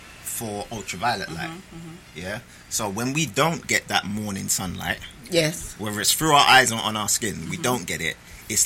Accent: London, United Kingdom; Basically, I grew up in Streatham

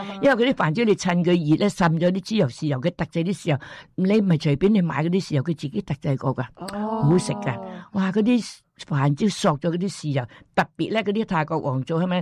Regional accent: Guangdong, China; now in Australia; 我哋广东人

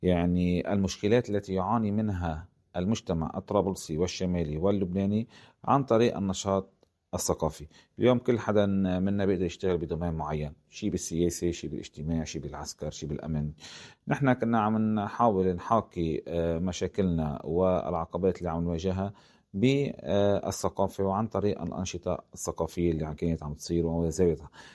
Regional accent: Tripoli, North Governorate, Lebanon; أنا مواطن طرابلسي لبناني

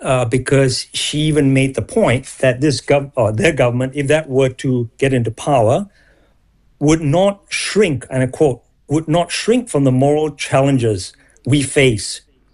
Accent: Singapore; moved away as an adult; also born or lived in United States; I'm actually from Singapore, grew up there.

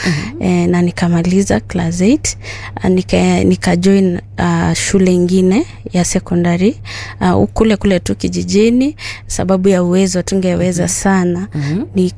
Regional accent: Bungoma County, Kenya; Nimezaliwa Mount Elgon.

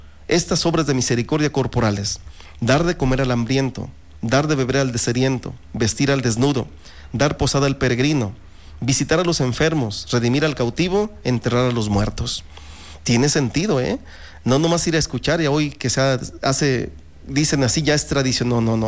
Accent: Jalisco, Mexico; now in Autlán, Mexico; sobre todo su gente, que es una gente amable, cordial, sobre todo, bueno, no es por presumir, ¿verdad?, pero soy Atlán del Oro.

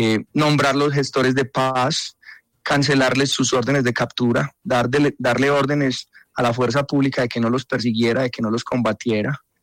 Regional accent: Medellín, Antioquia, Colombia

